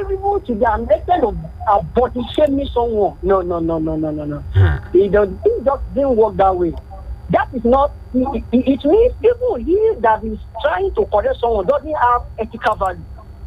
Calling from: Nigeria; from Usere.

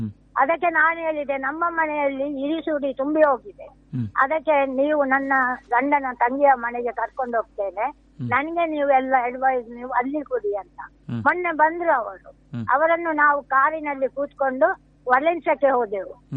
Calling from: Karnataka, India

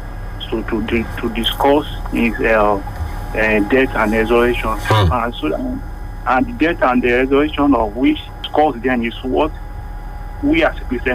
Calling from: Tanzania; calling from Tanzania.

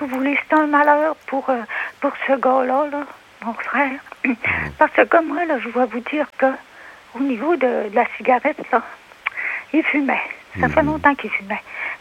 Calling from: Alma, Quebec, Canada; là, je suis pas à la campagne, là, je suis à Alma

